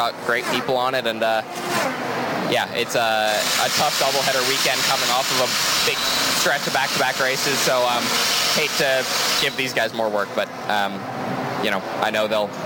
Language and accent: English; United States; as an American.